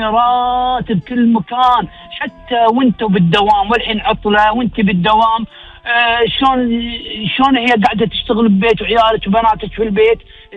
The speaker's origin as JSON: {"language": "Arabic", "country": "Kuwait", "said": "إحنا كويتيين نعتبر عائلة واحدة"}